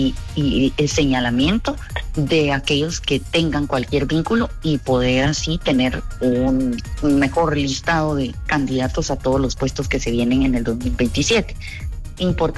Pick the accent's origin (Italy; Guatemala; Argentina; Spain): Guatemala; todos como guatemaltecos